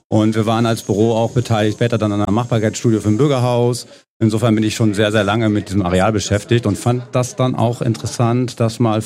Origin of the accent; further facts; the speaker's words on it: Münster, North Rhine-Westphalia, Germany; Also ich bin tatsächlich gebürtiger Gremmendorfer.